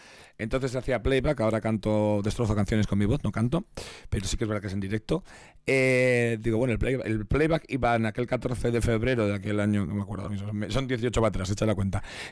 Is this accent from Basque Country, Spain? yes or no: yes; Basque Country, Spain; porque ya sabemos que pues, somos vascos hasta para eso, ¿no?